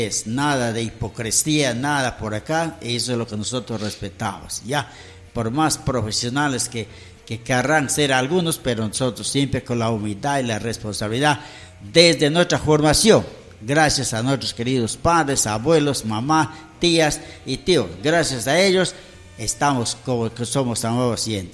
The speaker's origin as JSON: {"language": "Spanish", "town": "Lamas", "region": "San Martín", "country": "Peru", "said": "yo soy de Lamas, no soy de Pamashto"}